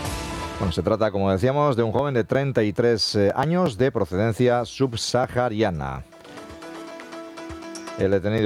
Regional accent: Bermeo, Basque Country, Spain; en mi pueblo, en Bermeo

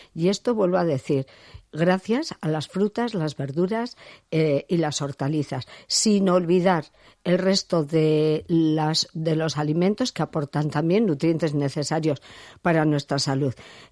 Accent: Serantes, Basque Country, Spain; born there; como en mi pueblo, hasta el Serantes

